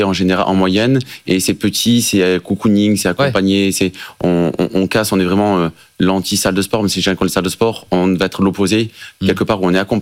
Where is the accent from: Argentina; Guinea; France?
France; ben nous en tant que bon français, on va aller conquérir le marché américain et on va aller s'imposer là-bas.